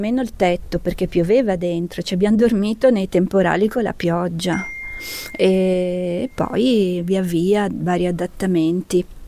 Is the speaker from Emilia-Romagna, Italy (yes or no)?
no; Chiavari, Liguria, Italy; born or raised there; also born or lived in Province of Pavia